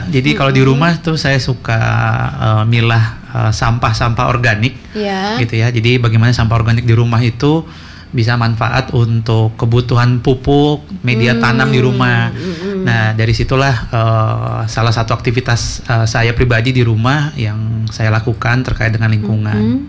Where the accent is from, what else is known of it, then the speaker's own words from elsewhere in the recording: Padang, West Sumatra, Indonesia; Sumatera Barat, Padang.